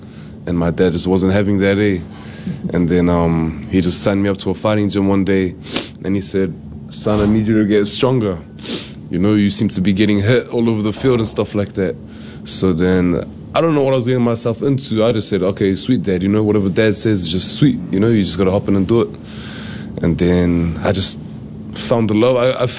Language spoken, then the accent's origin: English; New Zealand; They came from Iran, so basically they're just straight cultured. So it was kind of like, and I grew up here in New Zealand.